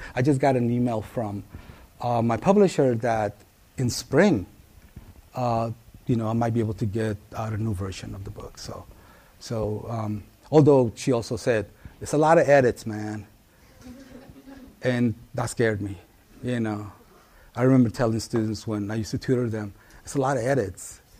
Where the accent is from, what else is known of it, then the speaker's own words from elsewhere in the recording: Oakland, California, United States; I grew up in East Oakland, 82nd Avenue, which is located right in the heart of East Oakland, Chernobyl, right there, right?